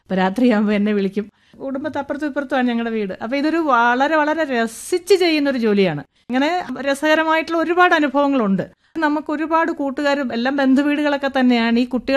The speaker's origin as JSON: {"language": "Malayalam", "town": "Pallana Panoor", "region": "Kerala", "country": "India", "tie": "born or raised there", "said": "അങ്ങനെയെല്ലാം ഉണ്ടായിരുന്ന ഒരു സ്ഥലമാണ് പല്ലന പാനൂർ എന്ന് പറയുന്നത്. അവിടെ ജനിച്ചു വളർന്നു എന്ന് പറയുന്നത് എൻ്റെ ഒരു വലിയ സൗഭാഗ്യവും സന്തോഷവുമായിരുന്നു."}